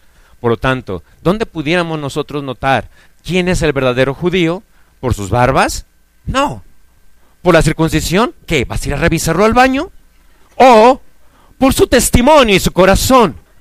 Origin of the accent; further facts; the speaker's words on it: Mexico; born there; Yo conozco muchos mexicanos, de hecho yo nací en México, conozco a muchos mexicanos.